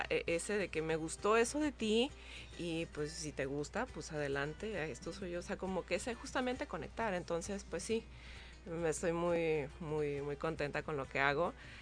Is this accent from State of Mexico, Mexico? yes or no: no; Acapulco, Guerrero, Mexico; Soy de aquí de Acapulco, muy orgullosamente acapulqueña.